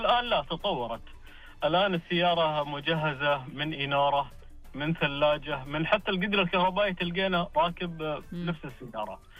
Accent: Tabuk, Tabuk Province, Saudi Arabia; عندنا بتبوك احنا سنويا تجينا حاله ثلج مره مرتين

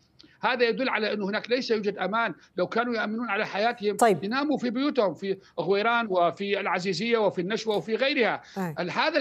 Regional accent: Al-Malikiyah, Al-Hasakah Governorate, Syria; تصور أن أنا من أبناء المنطقة المالكية، أبناء قريتي اللي تابعين المنطقة المالكية وناحية العربية بشكل كامل

